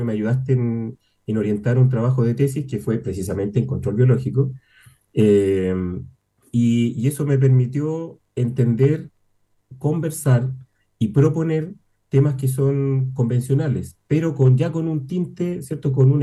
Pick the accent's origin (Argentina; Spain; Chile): Chile; Santiago, Santiago Metropolitan; yo soy de Santiago.